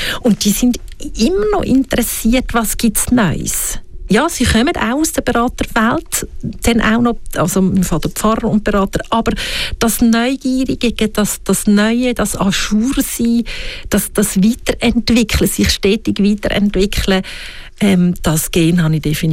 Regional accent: Switzerland

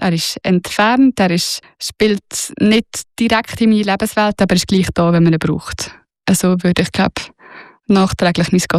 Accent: Lucerne, Switzerland; ich bin auf dem Land im Kanton Luzern aufgewachsen

